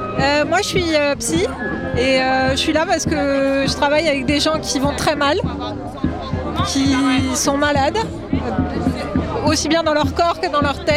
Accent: France; c'est important qu'on se rende compte qu'en tant que Français, c'est là sur notre territoire aussi, et juste à côté de chez nous.

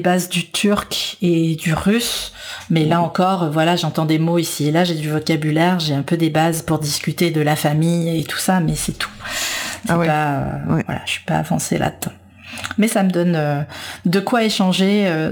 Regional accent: Canada; on se sent moins vulnérable, je crois, quand on est canadienne, quand on n'a plus de 18 ans

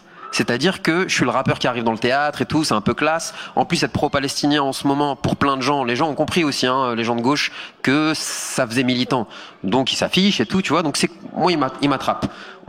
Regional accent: France; moi aussi j'ai grandi avec presque dans la Vendée, dans le nord de la France.

